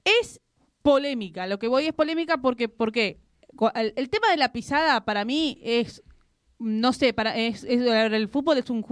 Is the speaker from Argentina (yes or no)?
yes; Argentina; Como argentina, lo digo.